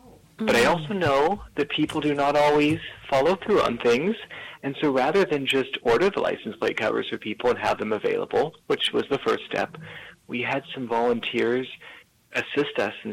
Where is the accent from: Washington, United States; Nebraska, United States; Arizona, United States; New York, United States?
Washington, United States; now in Aberdeen, United States; I grew up in the Puget Sound area